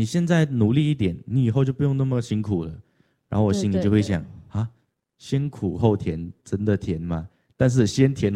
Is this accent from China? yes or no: no; Malaysia; now in Taiwan; 像我是马来西亚人嘛，我现在来到台湾读书，很自由，非常自由，但是我少了什么？我少了我在马来西亚的朋友